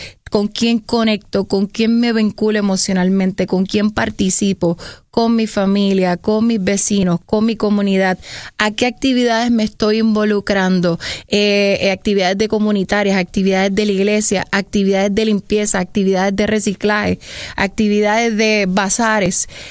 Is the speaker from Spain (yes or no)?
no; Puerto Rico; como latinos, como cultura puertorriqueña